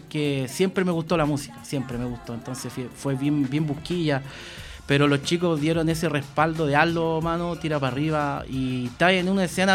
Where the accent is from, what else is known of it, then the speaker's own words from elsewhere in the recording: Rancagua, O'Higgins, Chile; Tengo 38 años y soy de Rancagua actualmente. Y siempre he sido acá de la Secta Región. Tuve una oportunidad de vivir en otras regiones por temas de estudio